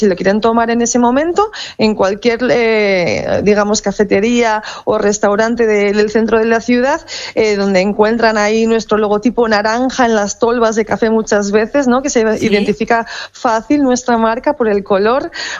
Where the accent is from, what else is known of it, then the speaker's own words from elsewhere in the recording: Vitoria, Basque Country, Spain; Sí, al final nosotros también somos de Vitoria. Nosotros somos blusas, somos nescas, salimos en cuadrillas, sabemos lo que es fiestas de Vitoria